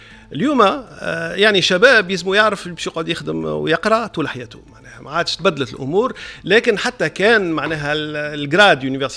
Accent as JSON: {"language": "Arabic", "country": "Tunisia", "said": "عندنا في تونس"}